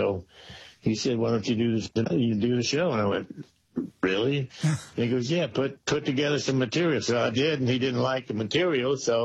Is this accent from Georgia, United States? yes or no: yes; Georgia, United States; that's my heritage, the South, growing up in Georgia.